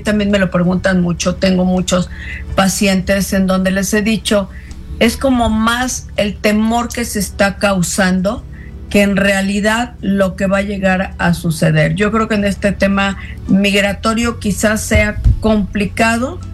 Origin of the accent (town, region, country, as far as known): Mexico